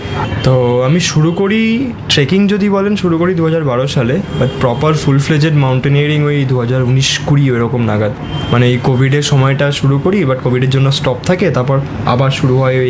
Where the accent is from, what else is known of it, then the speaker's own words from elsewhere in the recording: India; আমি যেমন প্রথম ভারতীয় যে এলব্রুস উত্তর দিক থেকে ক্লাইম্ব করে আবার উত্তর দিক থেকে ডিসেন্ড ব্যাক করেছিলাম, এটা আমি ফার্স্ট ইন্ডিয়ান।